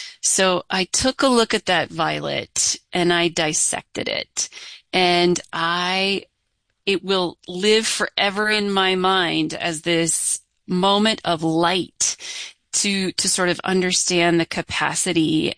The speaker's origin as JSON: {"language": "English", "area": "Clinton County", "region": "Iowa", "country": "United States", "tie": "born or raised there", "moved": "yes", "lives_now": "Colorado, United States", "said": "I'm a transplant to Colorado. I was born and raised in Iowa, Eastern Iowa, Clinton County, and on a small family farm."}